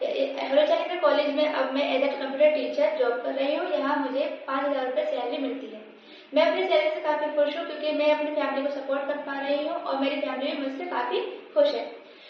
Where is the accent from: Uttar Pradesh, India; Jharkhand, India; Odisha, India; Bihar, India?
Uttar Pradesh, India; Rampur; मैं PWD colony बदोटोला Rampur Uttar Pradesh की रहने वाली हूँ।